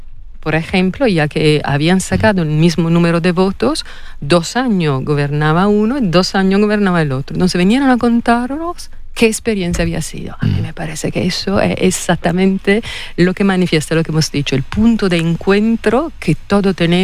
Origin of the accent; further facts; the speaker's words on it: Italy; accent: Italian; Spanish is a second language; yo vengo de una tradición italiana, se nota por mi acento y se nota por mi incapacidad de hablar español.